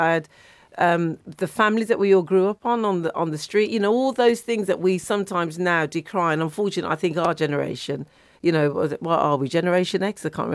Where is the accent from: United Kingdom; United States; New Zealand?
United Kingdom; Birmingham, West Midlands; moved away as an adult; also born or lived in Slough / Buckinghamshire; I'm from Birmingham. I have to say that I'm from the West Midlands.